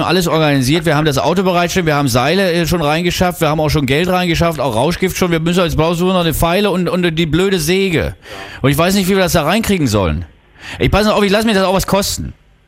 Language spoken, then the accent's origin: German; Berlin, Germany; Ich bin ganz normaler Berliner.